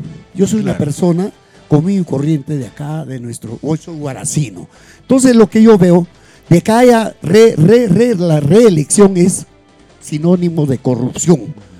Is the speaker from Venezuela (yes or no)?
no; El Pedregal, Arequipa, Peru; Yo soy de Pedregal